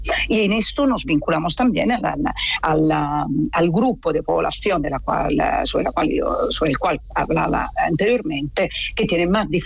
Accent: Italy; accent: Italian; Spanish is a second language; Como se puede notar de mi acento, yo soy italiana.

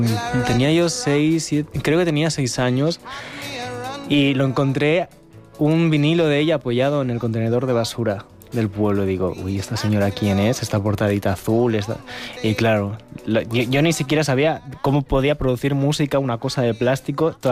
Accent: La Guardia, Spain; cuando me preguntaba la gente, oye, ¿de dónde eres yo, La Guardia?

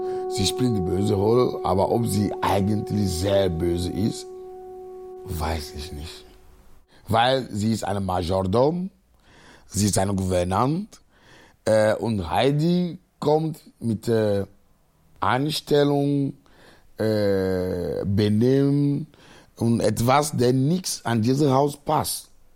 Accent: Agoy, Maritime, Togo; German is a second language; now in Cologne, Germany; Ich komme aus Agoy, das ist ein Dorf, 19 Kilometer von Lomé ist, unsere Hauptstadt.

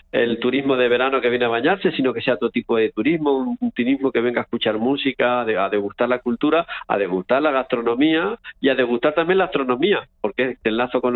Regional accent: Villahermosa, Castilla-La Mancha, Spain; Y mi pueblo, que es Villahermosa, son 1.500.

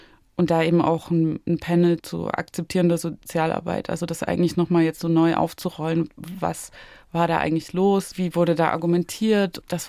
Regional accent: Saxony, Germany; also Sachsen oder da, wo ich aufgewachsen bin, Westsachsen, ist ja auch nah an der bayerischen Grenze, also Hof.

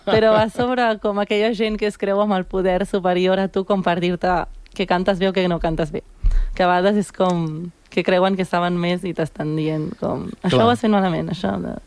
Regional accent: Sant Cugat del Vallès, Catalonia, Spain

